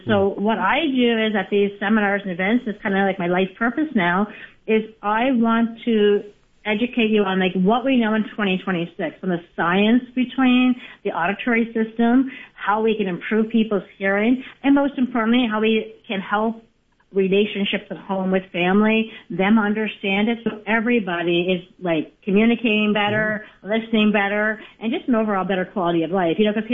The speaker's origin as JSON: {"language": "English", "region": "Nova Scotia", "country": "Canada", "tie": "born or raised there", "said": "I was raised in the East Coast, Canada, in Nova Scotia"}